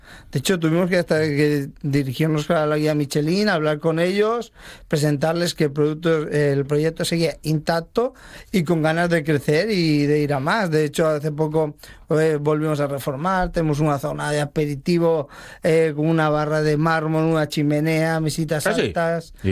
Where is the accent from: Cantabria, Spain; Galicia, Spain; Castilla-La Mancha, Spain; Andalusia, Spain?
Castilla-La Mancha, Spain; Albacete; O sea, como sabéis, yo soy de Albacete, me despierto, el Albacete le había ganado al Madrid